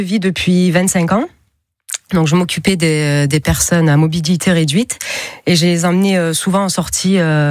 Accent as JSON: {"language": "French", "town": "Piolenc", "region": "Provence-Alpes-Côte d'Azur", "country": "France", "said": "je suis de Piolenc"}